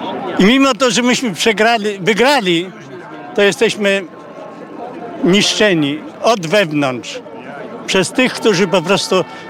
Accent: Warsaw, Masovian Voivodeship, Poland; Ja dostałem na pamiątkę tą flagę, bo ja jestem tutaj z Warszawy.

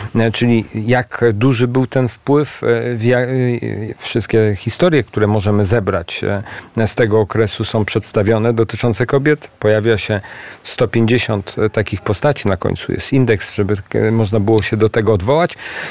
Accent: Bydgoszcz, Kuyavian-Pomeranian Voivodeship, Poland; Tak jest, pozdrawiam serdecznie moje rodzinne miasto.

